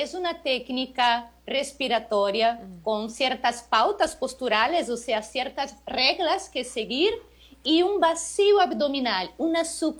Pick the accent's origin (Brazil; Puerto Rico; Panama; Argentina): Brazil; Spanish is a second language; Así que para una brasileña amar la tortilla, eso es porque sí, ya soy